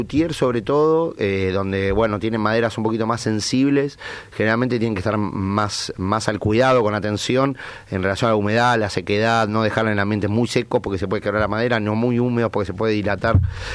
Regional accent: Buenos Aires, Argentina; Me vengo desde la ciudad de Buenos Aires, desde el barrio de Almagro, barrio de tango.

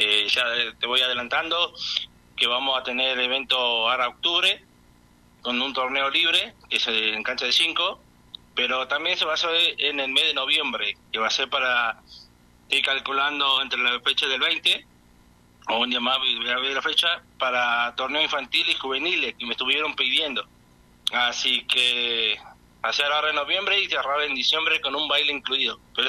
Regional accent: Santiago del Estero, Argentina; accent: northern; moved away as an adult; now in Yala Laubat, Argentina; yo estoy acá en la zona de la meseta, bueno, soy de Santiago del Estero, ya me saco la tonada. Estoy acá en Yala Laubat hace 2 años.

